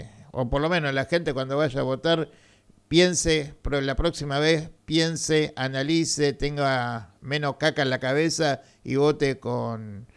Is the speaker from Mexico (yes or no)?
no; Argentina